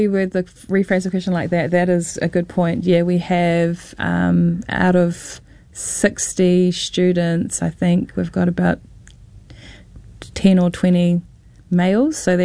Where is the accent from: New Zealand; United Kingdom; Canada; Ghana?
New Zealand; first language Māori; English is a second language; reo Māori was my first language growing up. It was the reo that my dad taught me.